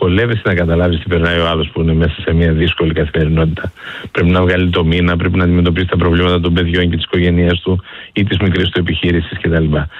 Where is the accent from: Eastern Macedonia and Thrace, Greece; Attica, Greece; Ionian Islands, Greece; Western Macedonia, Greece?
Eastern Macedonia and Thrace, Greece; εγώ επισημαίνω που κατάγομαι και από την Ροδόπη